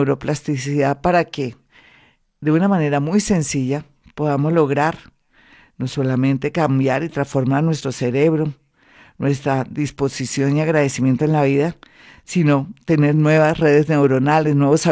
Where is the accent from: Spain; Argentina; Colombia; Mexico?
Colombia; todo lo que somos los colombianos, músicos, no terminaría, como los hay en todas partes, pero es que Colombia es Colombia.